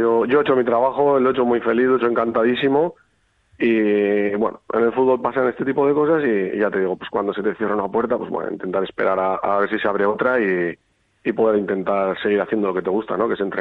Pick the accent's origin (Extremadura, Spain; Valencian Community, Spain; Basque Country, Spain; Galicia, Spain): Basque Country, Spain; Zalla; moved away as an adult; now in Balmaseda, Spain; Soy de Aranguren, soy de Zayuco, pero del barrio de Aranguren